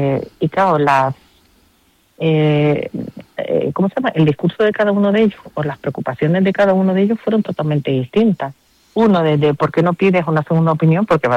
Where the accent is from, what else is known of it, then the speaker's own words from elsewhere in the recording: Canary Islands, Spain; Y yo, como buena canaria